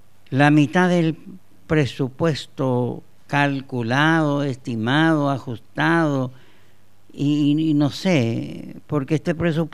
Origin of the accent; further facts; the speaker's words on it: Fernando de la Mora, Central, Paraguay; yo soy también de Fernando.